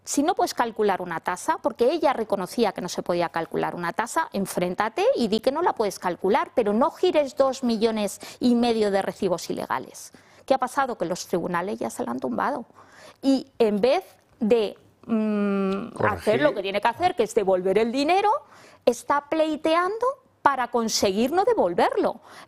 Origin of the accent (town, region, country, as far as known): Madrid, Community of Madrid, Spain